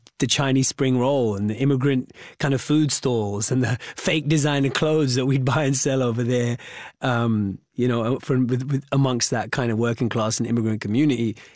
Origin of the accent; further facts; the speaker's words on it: Wembley, London, United Kingdom; So I grew up in the mid-90s in the UK. I grew up in Wembley.